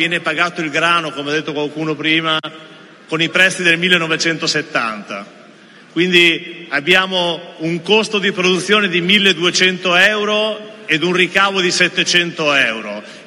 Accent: Modena, Emilia-Romagna, Italy; also born or lived in Ferrara

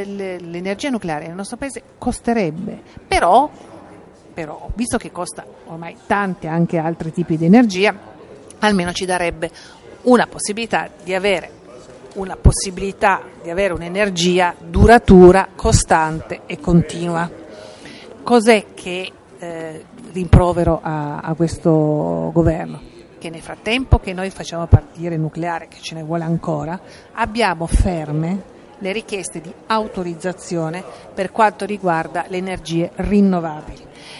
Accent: Piedmont, Italy; da piemontese posso dire

